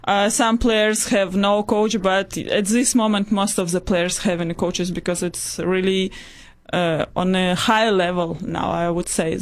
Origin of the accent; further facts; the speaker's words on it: Ukraine; I am from Ukraine